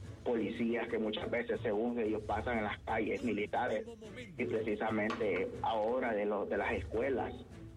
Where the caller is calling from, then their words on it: Juticalpa, Olancho, Honduras; Aquí lo que es en el sector de Juticalpa